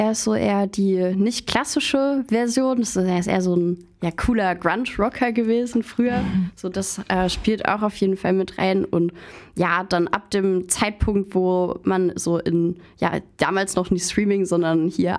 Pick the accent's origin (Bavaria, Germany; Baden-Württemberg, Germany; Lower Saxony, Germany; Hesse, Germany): Bavaria, Germany; Coburg; Ich muss gleich am Anfang aufräumen, weil ich weiß, es steht in meinem Pressetext, aber ich bin nicht geboren in Coburg tatsächlich, aber so Abi gemacht.